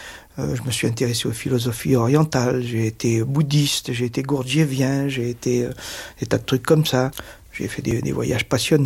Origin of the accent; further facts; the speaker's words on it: Nice, Provence-Alpes-Côte d'Azur, France; Je suis né à Nice, d'un père d'origine espagnole, d'une mère française.